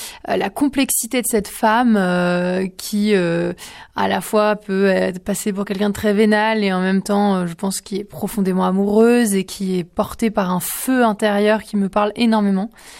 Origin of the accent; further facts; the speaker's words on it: Dijon, Bourgogne-Franche-Comté, France; moved away as an adult; now in Paris, France; je viens de Dijon, ma ville chérie, qui est une très belle ville.